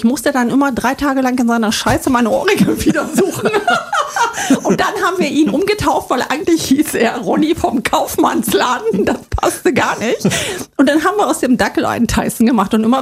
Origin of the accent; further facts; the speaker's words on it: eastern Germany, Germany; Ja, ich bin ein Kind des Ostens. Ich bin im Osten groß geworden.